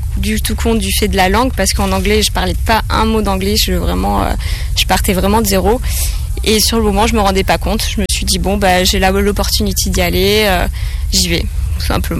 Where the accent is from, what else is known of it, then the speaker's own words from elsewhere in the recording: Montpellier, Occitanie, France; moved away as an adult; also born or lived in United States; Donc je suis de Montpellier à la base, mais c'est vrai que voilà, je me voyais pas rester à Montpellier. Et après donc mon diplôme, après mon bac, j'ai décidé de partir aux États-Unis.